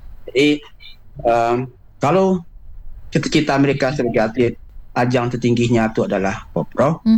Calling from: Pasaman, West Sumatra, Indonesia; artinya program-program yang tertentu agar atlet kita ini tidak pindah ke daerah lain. Begitu harapan kita dari Pasaman.

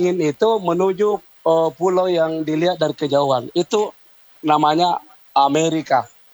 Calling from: South Sulawesi, Indonesia

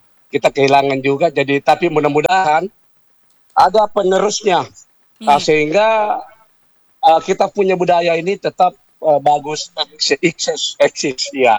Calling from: Makassar, South Sulawesi, Indonesia; termasuk juga sebagai warga Makassar

